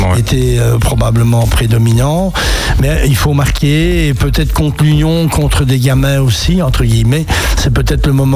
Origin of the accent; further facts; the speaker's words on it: Liège, Wallonia, Belgium; comme on appelle ça chez nous à Liège